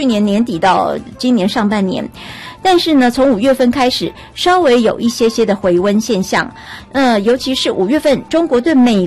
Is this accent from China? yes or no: no; Taiwan; 再回来我们台湾，哇，我们台湾人很爱刷卡呢